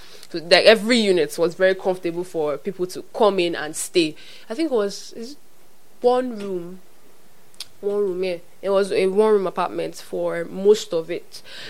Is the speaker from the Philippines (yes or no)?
no; Nigeria